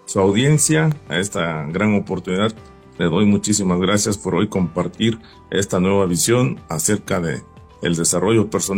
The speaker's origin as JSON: {"language": "Spanish", "town": "Tlapa de Comonfort", "region": "Guerrero", "country": "Mexico", "tie": "born or raised there"}